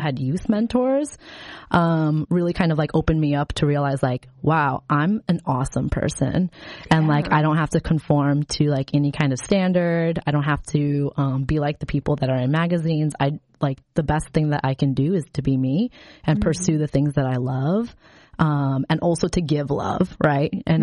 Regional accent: Chicago, Illinois, United States; also born or lived in Indiana; we had moved from the city. Like I grew up in Chicago and we had moved to a rural, a very rural town in Indiana.

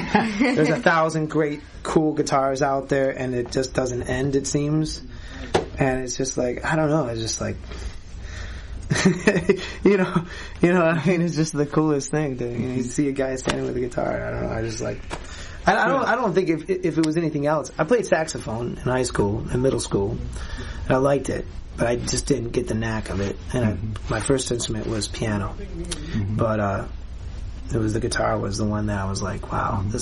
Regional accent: Clinton Township, Michigan, United States; And I grew up outside of Detroit in Clinton Township, which is like kind of by Mount Clemens.

